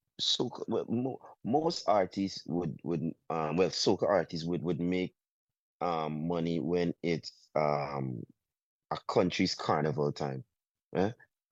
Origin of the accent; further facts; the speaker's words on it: Guyana; I'm from Guyana